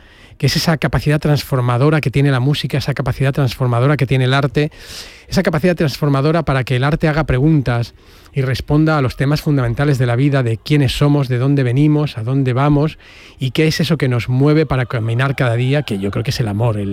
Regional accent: Region of Murcia, Spain; also born or lived in Barcelona; now in Seville, Spain

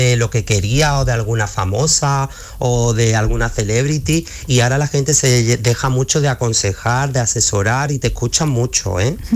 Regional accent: Andalusia, Spain; Soy el único andaluz

